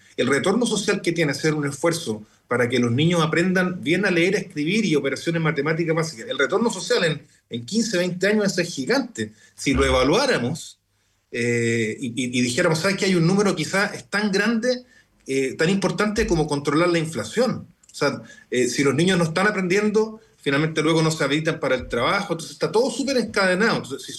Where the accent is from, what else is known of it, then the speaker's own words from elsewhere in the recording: Chile; somos los chilenos y chilenas, quienes vivimos acá